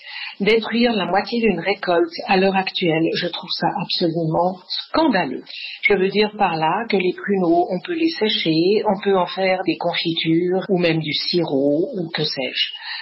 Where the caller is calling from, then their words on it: Geneva, Switzerland; j'appelle de Genève.